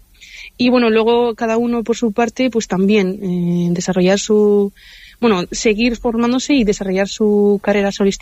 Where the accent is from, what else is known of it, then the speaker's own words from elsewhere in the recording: Basque Country, Spain; los tres somos vascos y Odi y yo somos de Guipúzcoa